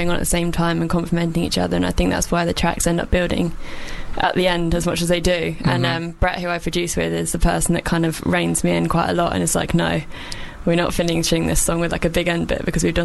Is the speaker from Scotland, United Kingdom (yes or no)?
no; Hastings, South East England, United Kingdom; Near Hastings, in south of England.